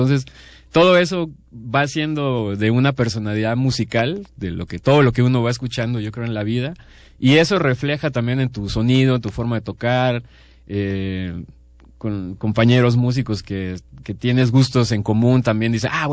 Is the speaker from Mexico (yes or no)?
yes; Chiapa de Corzo, Chiapas, Mexico; Yo soy originario de Chiapas, de Chiapa de Corzo, crecí allá donde la marimba, el folclore es parte de la sociedad.